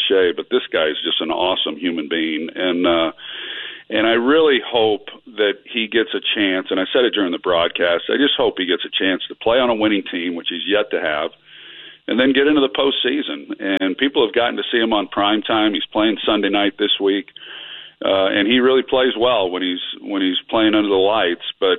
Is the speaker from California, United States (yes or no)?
yes; California, United States; I was originally from California. So when I get to Oklahoma, I was a USC fan as a kid growing up, and you can't hardly be from Southern California and … not be a USC Trojan fan.